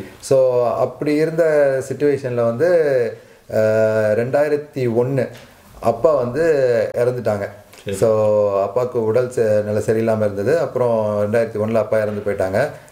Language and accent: Tamil; Chennai, Tamil Nadu, India; நான் தமிழ்நாட்டில் ஒரு சின்ன கிராமத்தில் பிறந்தது. சின்ன வயசுலேருந்து சென்னையில் தான் என்னோட பூர்வீகம்னு சொல்லி சொல்லலாம். வளர்ந்தது ஸ்கூலிங்ஸ் சர்ச் போனது எல்லாமே வந்து சென்னையில் தான். கிறிஸ்டியன் ஃபேமிலி, அம்மா அப்பா வந்து டிவோட் கிறிஸ்டியன்ஸ்.